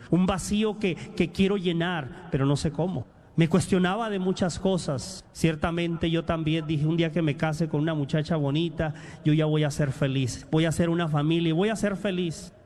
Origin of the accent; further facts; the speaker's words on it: Mexico; moved away as an adult; Hace muchos años, yo también, como muchos de ustedes, como tantos miles que venimos de otros países, yo de México